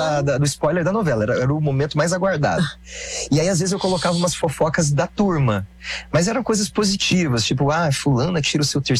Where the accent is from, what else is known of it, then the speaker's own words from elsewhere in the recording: Paraná, Brazil; Você sabe que eu sou do Paraná, né? Família, na minha cabeça, assim, metade da família ali … italianos, misturados com espanhóis e alemães, que daí é … tal. E aí, outro lado … é sírio-libanês.